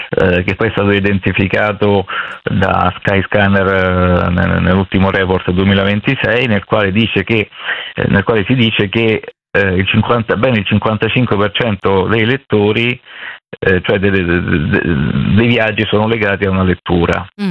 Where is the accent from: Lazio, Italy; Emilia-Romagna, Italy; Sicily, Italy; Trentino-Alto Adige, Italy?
Lazio, Italy; Rome; Sì, io sono di Roma, però diciamo che da piccolo ho sempre passato le mie estati a Celleno.